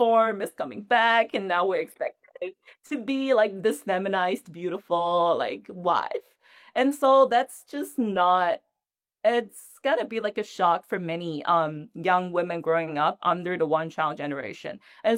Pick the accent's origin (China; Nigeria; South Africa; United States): China